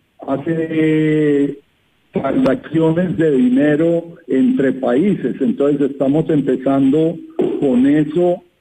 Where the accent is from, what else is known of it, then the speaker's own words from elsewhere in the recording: Bogotá, Colombia; moved away as an adult; also born or lived in Venezuela; Yo no soy venezolano por nacimiento, nací en Bogotá, nací, crecí y me eduqué en Bogotá. Me fui a Venezuela por el secuestro de una hermana y en Venezuela me casé y me reproduje.